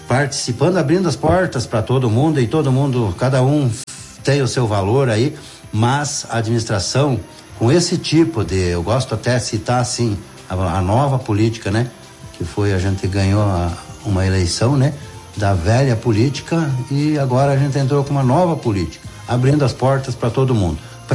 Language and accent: Portuguese; Machado, Minas Gerais, Brazil; Que eu vim do Machado, eu gosto de falar isso, e é verdade, né?